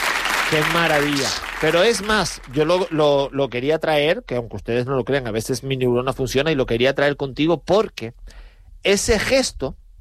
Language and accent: Spanish; Tenerife, Canary Islands, Spain; moved away; como decimos en Tenerife